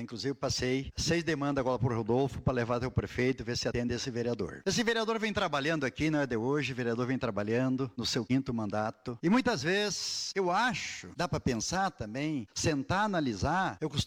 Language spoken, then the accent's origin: Portuguese; Soledade, Rio Grande do Sul, Brazil; also born or lived in Espumoso; que orgulho que eu tenho de adotar Soledade como minha cidade. Eu vim natural de Espumoso, vim pequeno de Espumoso. Anotei para morar em Soledade. A minha cidade de origem Espumoso